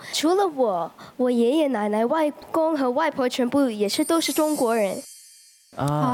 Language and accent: Chinese; Canada; 那我是在加拿大从小到大长大，我开始唱歌的时候我就去了中国，上了很多不同的节目。除了我爷爷奶奶外公和外婆全部也是都是中国人啊。